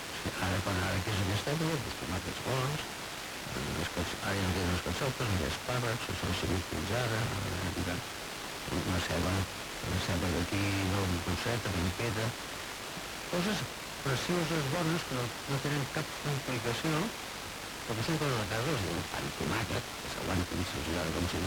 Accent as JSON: {"language": "Catalan", "region": "Catalonia", "country": "Spain", "said": "jo soc molt català i molt fan del flamenco."}